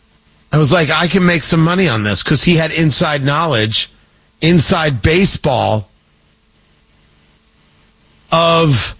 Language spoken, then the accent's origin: English; New Jersey, United States; I grew up in Jersey.